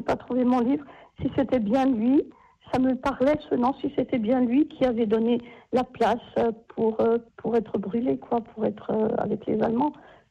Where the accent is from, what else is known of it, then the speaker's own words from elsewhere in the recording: Ajaccio, Corsica, France; Enfin, à Sartène, puisque moi je suis d'Ajaccio